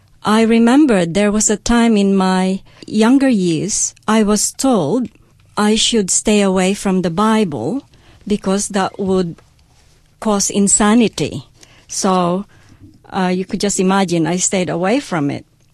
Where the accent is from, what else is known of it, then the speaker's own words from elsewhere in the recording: Tupi, Soccsksargen, Philippines; I've grown up in a place called Tupi in South Cotabato. We live in a business district where the church is within our neighborhood, say about 200 to 300 meters.